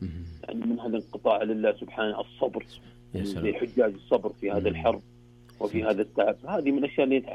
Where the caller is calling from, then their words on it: Abha, Asir, Saudi Arabia